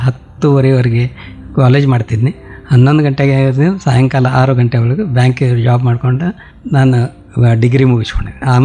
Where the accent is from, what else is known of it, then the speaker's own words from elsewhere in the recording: Kolhapur, Maharashtra, India; first language Kannada; moved away as an adult; also born or lived in Mumbai; now in Belagavi, India; ನಾನು ಹುಟ್ಟಿದ್ದು ಕೊಲ್ಲಾಪುರದಲ್ಲಿ. ನನ್ನ ಬಾಲ್ಯ ಒಳ್ಳೆಯ ರೀತಿಯಲ್ಲೇ ಕಳೆದಿದ್ದು. ದೊಡ್ಡ ಕುಟುಂಬ ನಮ್ಮದು, ನಾವು 6 ಜನ ಅಣ್ಣತಮ್ಮರು, 3 ಮಂದಿ ಅಕ್ಕತಂಗಿಯರು, ಹಿಂಗೆ ತುಂಬಿದ ಕುಟುಂಬ.